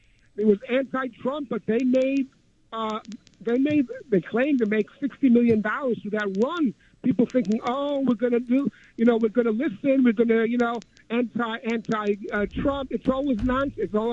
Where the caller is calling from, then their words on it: New York City, New York, United States; from Queens.